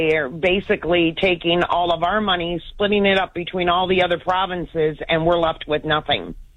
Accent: Warren, Michigan, United States; moved away as an adult; now in Canada; I'm a U.S. born and raised girl in Michigan, born and raised in Warren, moved here because I have a Canadian husband

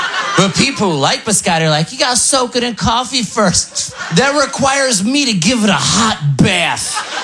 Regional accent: New Jersey, United States; I'm from New Jersey.

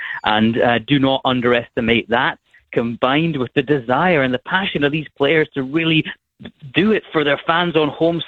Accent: Scotland, United Kingdom; I'm seeing all these Scotland fans from my home country getting on the plane, flying over in their kilts and their soccer shirts

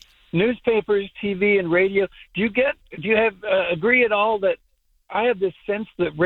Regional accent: Glens Falls, New York, United States; moved away as an adult; now in New England, United States; upstate New York. I grew up in Glens Falls.

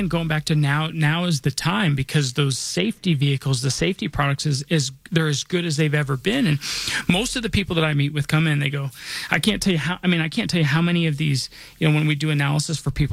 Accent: Denver, Colorado, United States; born or raised there

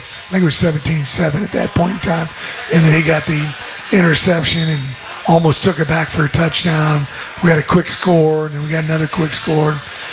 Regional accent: Kansas City, United States; I'm from Kansas City, so I kind of know a little bit about these places.

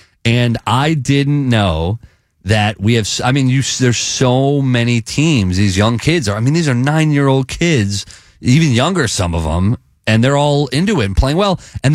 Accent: Sarasota, Florida, United States; growing up in Sarasota, you had to go out to Ellington by the mall, but JP Igloo, I believe it was called.

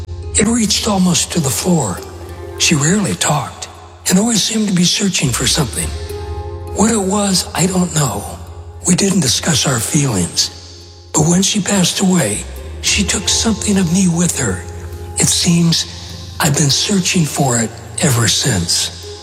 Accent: Texas, United States; I am one Texan boy who never had a pair of cowboy boots. I am one native-born and native-bred American male

